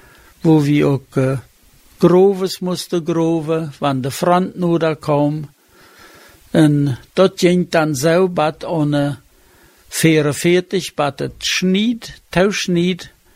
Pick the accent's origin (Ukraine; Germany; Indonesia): Ukraine; Piatykhatky, Dnipropetrovsk Oblast; German is a second language; Ich bin Pietschichatka in der Ukraine geboren. Sie dort abgewachsen und hab dort gelebt bei der deutschen Truppe.